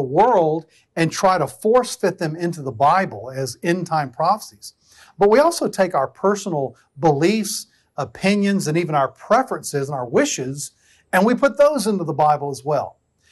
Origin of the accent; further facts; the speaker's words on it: United States; I'm an American. I love my country.